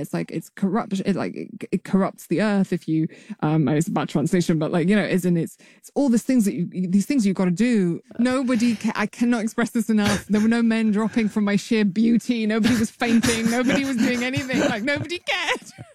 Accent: United Kingdom

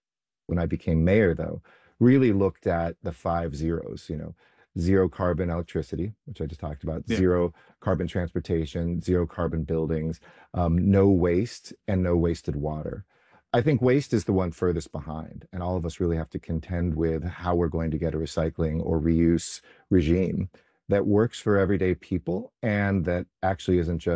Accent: Los Angeles, California, United States; from growing up in Los Angeles, where we were the smoggiest city in America with the worst pollution

